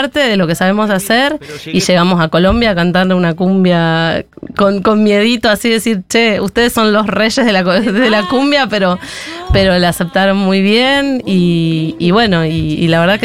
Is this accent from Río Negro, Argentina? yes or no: no; Santa Fe, Argentina; somos re argentinos, santafesinos, nos comemos la S y hacemos la cumbia santafesina.